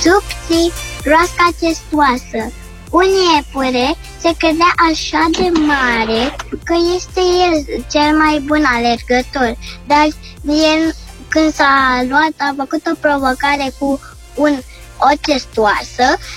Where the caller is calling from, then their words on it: Bucharest, Romania; am 7 ani și sunt din București.